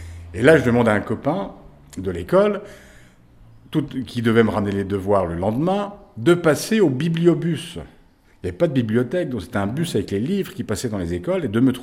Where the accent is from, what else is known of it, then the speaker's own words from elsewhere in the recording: Château-Regnault, Grand Est, France; also born or lived in Charleville; Je suis né à Charleville et j'ai poussé à Château-Regnault